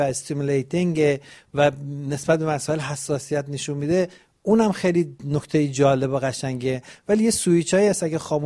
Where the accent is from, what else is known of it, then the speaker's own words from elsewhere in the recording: Iran; moved away; من از موقعی که از ایران اومدم بیرون